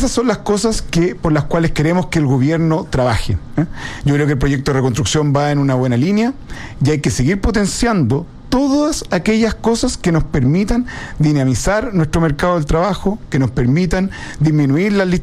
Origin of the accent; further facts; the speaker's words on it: Chile; Yo creo que eso es lo que nos tiene que unir como chilenos, el solucionar los problemas de la ciudadanía.